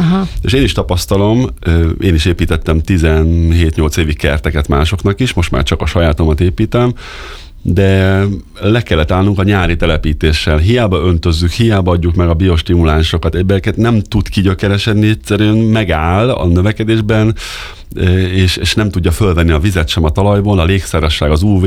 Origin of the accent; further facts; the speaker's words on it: Cegléd, Pest, Hungary; például én ceglédi vagyok eredetileg, anyukámnál 0 milliméter volt, vagy 1.